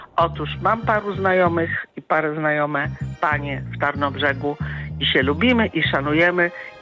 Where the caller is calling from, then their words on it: Sandomierz, Świętokrzyskie Voivodeship, Poland; Wybrałam Sandomierz świadomie. Piękne miasto dla malarza, ale również za mężem.